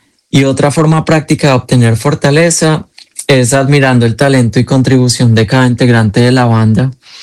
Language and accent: Spanish; Calarcá, Quindío, Colombia; moved away as an adult; now in Denver, United States; Mi trayectoria musical empieza en Calarcá, Quindío, en mi adolescencia. Siempre estuve involucrado musical y culturalmente con mi pueblo. A los 24 años decidí mudarme a Denver, Colorado